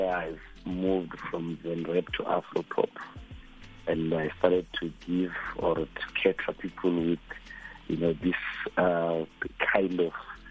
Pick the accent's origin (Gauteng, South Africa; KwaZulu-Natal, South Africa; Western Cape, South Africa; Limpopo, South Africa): Limpopo, South Africa; Venda; But I come from a small village called Champawa, Kalam Kununde. So, I grew up there